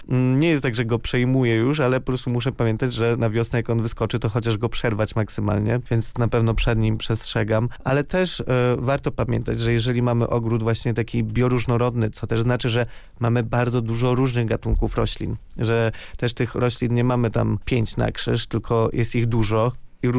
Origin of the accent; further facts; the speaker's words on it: Tricity, Pomeranian Voivodeship, Poland; Ja jestem z Trójmiasta, u nas czasami takie pierwsze poważne mrozy przychodzą czasami nawet w grudniu dopiero.